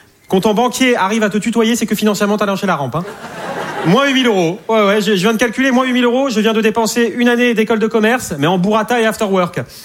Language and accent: French; Arcachon, Nouvelle-Aquitaine, France; Je n'ai rien contre les vieux, je viens du bassin d'Arcachon.